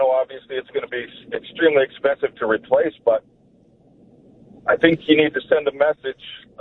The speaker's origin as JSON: {"language": "English", "country": "United States", "tie": "born or raised there", "said": "You know, we grew up in the United States."}